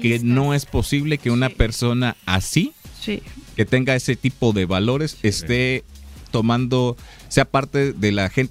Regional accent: Mexico; A nosotros como mexicanos

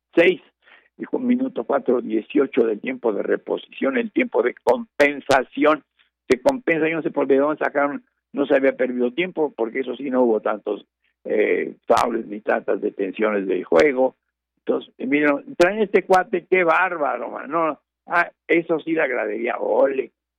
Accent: Mexico; como mexicanos nos puede, yo lo soy

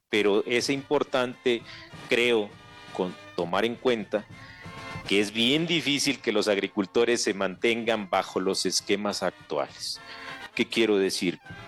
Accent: Mexico

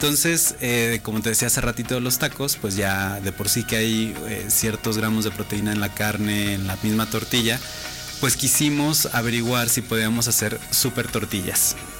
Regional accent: Mexico

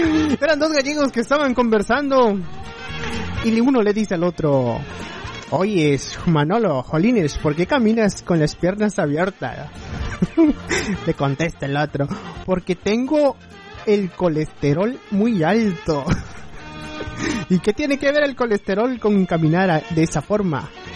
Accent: Candelaria, Campeche, Mexico

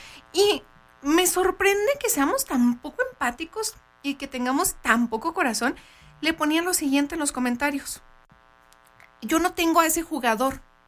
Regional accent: Mexico; México me representa totalmente porque soy mexicana y muy orgullosa

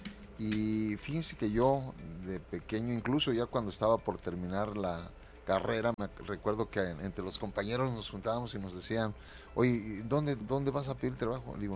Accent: Acapulco, Guerrero, Mexico; Soy nativo de Acapulco, de una familia totalmente nativa

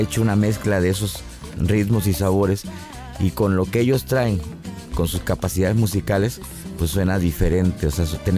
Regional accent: Veracruz, Mexico; somos veracruzanos

